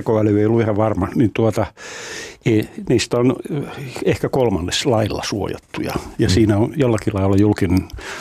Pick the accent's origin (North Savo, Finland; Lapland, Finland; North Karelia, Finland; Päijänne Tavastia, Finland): Lapland, Finland; Rovaniemi; Ja kun mä Rovaniemeltä kotoisin, sellainen valtava alttarifresko, joka siellä on